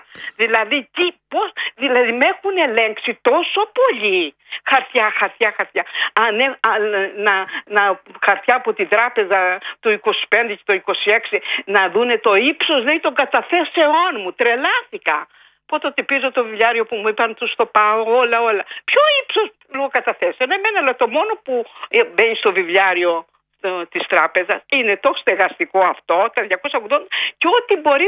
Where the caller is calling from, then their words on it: Greece; Εμένα με πονάει πάρα πολύ σαν Ελληνίδα, γιατί δεν μπορώ να σταθώ όρθια, κάπως αξιοπρεπώς, στην πατρίδα μου.